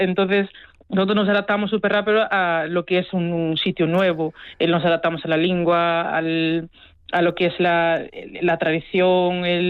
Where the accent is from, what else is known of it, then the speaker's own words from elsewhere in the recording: Cape Verde; now in Burela, Spain; nosotros, que somos de allí, cuando vamos, salimos de Burela en autobús, vamos a Portugal, de Portugal cogemos un vuelo de puerto a Lisboa, Lisboa a Cabo Verde